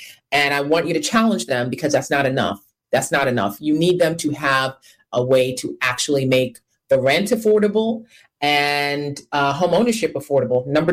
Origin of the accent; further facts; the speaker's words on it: Brownsville, New York, United States; I didn't grow up with a silver spoon. I grew up in Brownsville, right? With most of the time with a single mother.